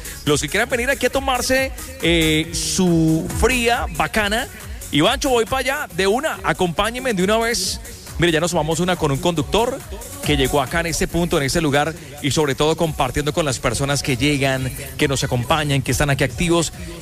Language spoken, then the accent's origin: Spanish; Cúcuta, Norte de Santander, Colombia; Soy cucuteño